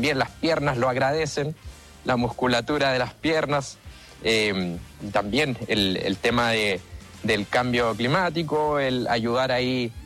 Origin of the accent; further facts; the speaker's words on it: Tirúa, Biobío, Chile; A la gran comuna de Tirúa, ahí en la provincia de Arauco.